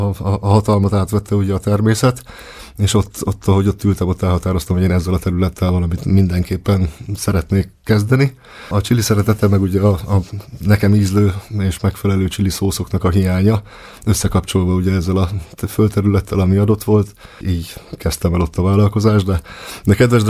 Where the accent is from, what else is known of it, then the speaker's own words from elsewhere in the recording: Hungary; moved away as an adult; also born or lived in Ireland; a kis telekről azt tudni kell, hogy én gyerekként ott nőttem föl.